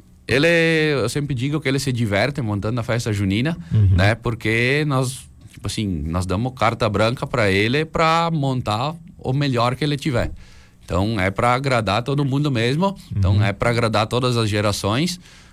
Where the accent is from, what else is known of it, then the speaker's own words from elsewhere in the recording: Coronel Pilar, Rio Grande do Sul, Brazil; sou de Coronel Pilar.